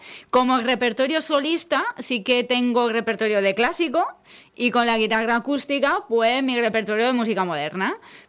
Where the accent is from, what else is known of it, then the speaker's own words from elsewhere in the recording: Palma, Balearic Islands, Spain; soy guitarrista y profesora de música y bueno, soy de aquí, de Palma, y bueno, tengo familia en Albacete también, estoy un poco repartida.